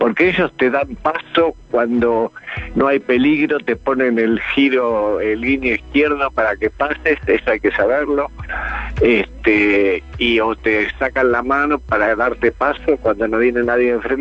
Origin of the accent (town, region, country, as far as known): Almagro, Buenos Aires, Argentina